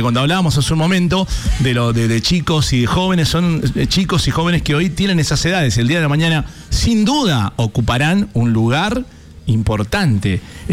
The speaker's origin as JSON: {"language": "Spanish", "region": "Mendoza", "country": "Argentina", "said": "Y es cierto, yo a mí, de verdad, no lo digo porque soy mendocino."}